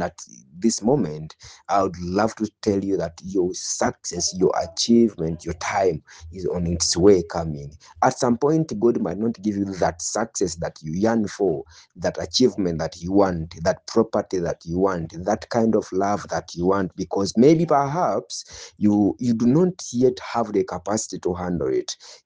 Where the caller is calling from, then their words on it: Kampala, Central Region, Uganda; I'm addressing in from Nakawa and the neighborhood.